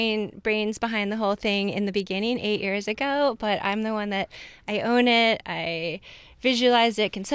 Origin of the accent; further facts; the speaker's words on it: East Aurora, New York, United States; moved away as an adult; also born or lived in California; I grew up in East Aurora. My family is actually six generations deep. We're rooted there like over 105 years. So that's always been my home base. But right after college, I left and moved out to the West Coast.